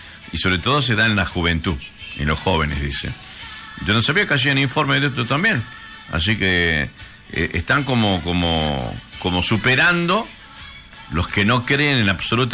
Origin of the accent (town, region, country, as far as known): Argentina